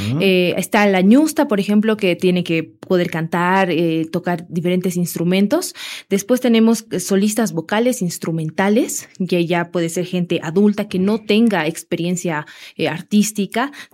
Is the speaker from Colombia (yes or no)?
no; Bolivia; Y apoyar como bolivianos, ya que como bien decías, no se cuenta con tantos festivales ya en la actualidad.